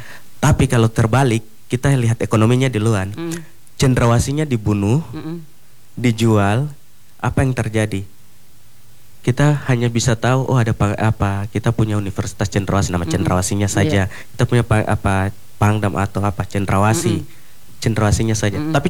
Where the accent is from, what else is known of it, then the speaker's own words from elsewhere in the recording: Biak, Papua, Indonesia; Karena seperti saya dulu masih kecil, kalau karena saya dari Biak yang terdampak api kemarin juga.